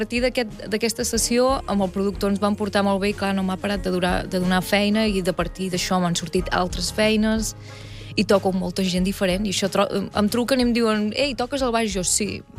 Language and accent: Catalan; Vic, Catalonia, Spain; accent: Catalan; first language Catalan; moved away as an adult; now in New York, United States; jo tinc molta sort de ser un lloc com Vic